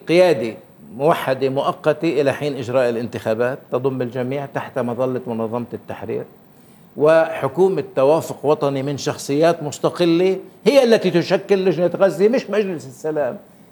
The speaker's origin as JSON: {"language": "Arabic", "country": "Palestine", "said": "كفلسطينيين"}